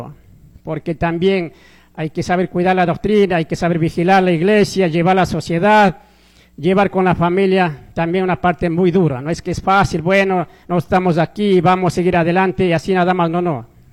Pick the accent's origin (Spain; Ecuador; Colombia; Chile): Ecuador; mi Ecuador